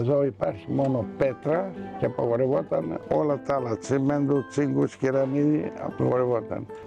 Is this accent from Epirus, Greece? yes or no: yes; Monodendri, Epirus, Greece; Γεννήθηκα στο Κατόι εδώ